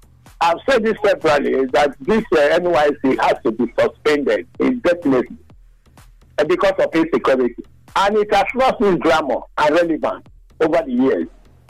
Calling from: Nigeria; I'm calling from Obisa Community.

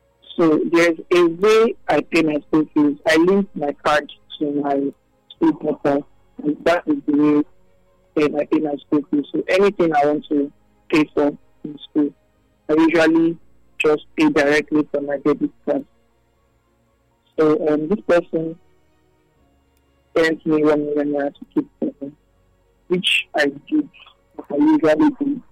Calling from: Lagos, Nigeria; I'm calling from Lagos.

